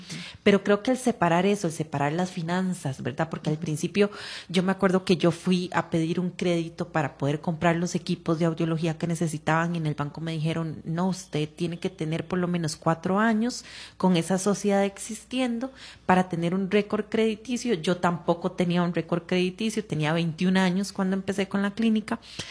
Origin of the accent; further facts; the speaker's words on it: Heredia, Costa Rica; Yo soy de Heredia, entonces empecé en Heredia.